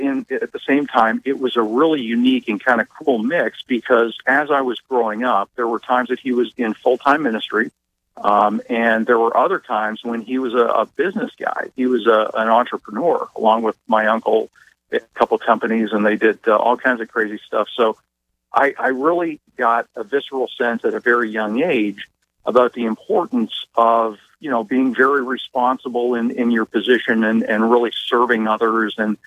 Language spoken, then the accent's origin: English; Canada; Yeah, Canadian-American? I'm Canadian.